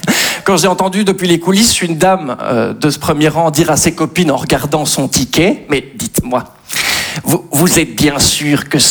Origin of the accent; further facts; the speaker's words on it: Belgium; je suis belge.